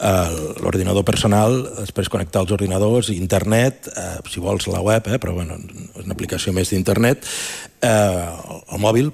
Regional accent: Tàrrega, Catalonia, Spain; a l'institut del meu poble, Targa

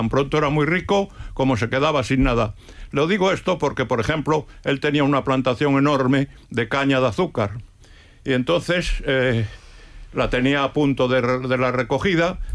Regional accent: Lugo, Galicia, Spain; En fin, hice mi vida en Lugo, me familiaricé mucho con ellos

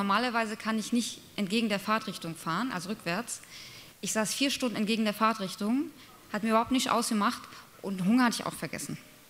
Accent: Baden-Württemberg, Germany; Ich besuchte im Juli meine Heimatstadt. Ich komme aus einem kleinen schwäbischen Städtchen. Mit einem ganz schlimmen Bürgermeister.

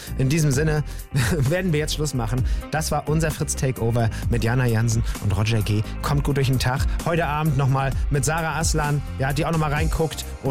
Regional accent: Rostock, Mecklenburg-Vorpommern, Germany; als Rostocker bist du ja meistens in Berlin oder Hamburg unterwegs.

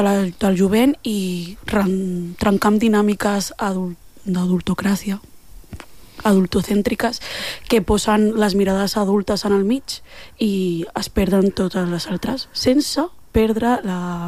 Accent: L'Hospitalet de Llobregat, Catalonia, Spain; com a dones negres d'Hospitalet, que no que som d'Opi

